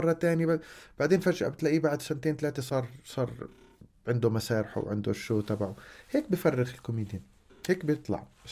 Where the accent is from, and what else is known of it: Palestine